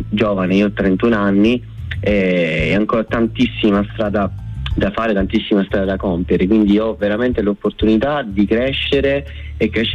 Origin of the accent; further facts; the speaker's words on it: Messina, Sicily, Italy; Io vengo da Messina, da un quartiere di nome Camaro San Paolo